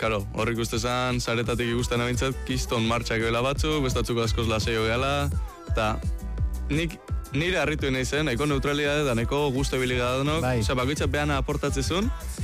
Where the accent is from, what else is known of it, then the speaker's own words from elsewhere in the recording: Azpeitia, Basque Country, Spain; oso azpeiterra naiz